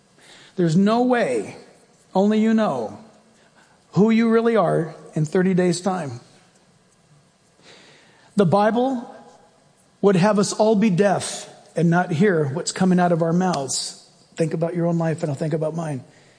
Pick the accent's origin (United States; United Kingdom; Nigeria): United States; born there